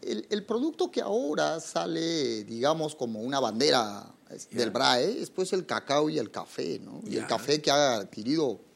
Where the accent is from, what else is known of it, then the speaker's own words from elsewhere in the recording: Ayacucho, Peru; Ayacucho es mi tierra. Yo vivo allá, es parte de mi vida, es allá.